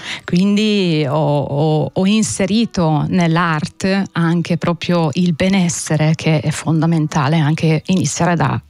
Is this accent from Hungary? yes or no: yes; Budapest, Hungary; moved away as an adult; also born or lived in Lake Garda, Italy; now in Italy; le mie origini, la mia radice è proprio la terra ungherese. Quindi io vengo da Budapest e mi sono tuffata nel mondo dell'esperienza molto giovane, e quindi 21 anni, 22 anni mi sono trasferita in Italia e ho vissuto tantissimi anni in Italia.